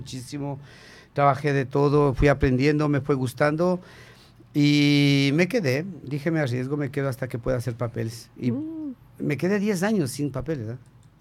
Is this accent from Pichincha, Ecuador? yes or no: yes; Quito, Pichincha, Ecuador; moved away as an adult; now in Belgium; Sí, de Quito, de San Roque. Vengo de un barrio muy popular, muy conocido, un poco muy peligroso también. Sí, vengo de Quito, tengo ya mucho tiempo aquí. Tuve la oportunidad de viajar acá a Bélgica hace años porque tengo una hermana que ya vivía aquí.